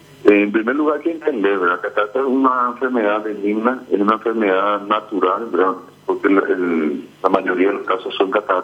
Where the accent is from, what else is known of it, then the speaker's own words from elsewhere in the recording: Concepción, Paraguay; Somos todos aquí de Concepción, prácticamente